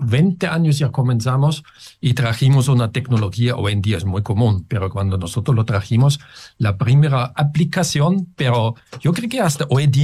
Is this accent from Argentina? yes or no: no; Austria; now in Chile; en mi país, en Austria